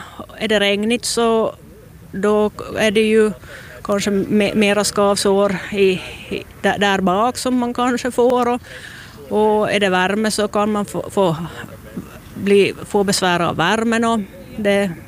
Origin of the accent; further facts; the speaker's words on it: Närpes, Ostrobothnia, Finland; som Närpesbo